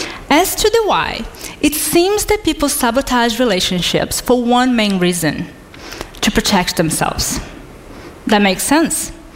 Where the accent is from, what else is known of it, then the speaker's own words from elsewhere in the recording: Rio de Janeiro, Brazil; my hometown, Rio de Janeiro, in Brazil.